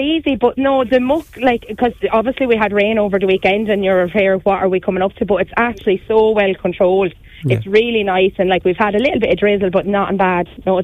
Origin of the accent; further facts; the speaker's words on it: County Wexford, Ireland; I'm from Wexford.